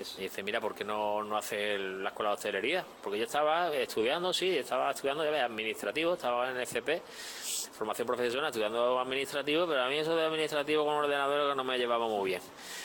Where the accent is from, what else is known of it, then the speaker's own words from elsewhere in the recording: Málaga, Andalusia, Spain; en Málaga, yo soy malagueño, pues allí en calle Bailén tenía a mi abuela a la casa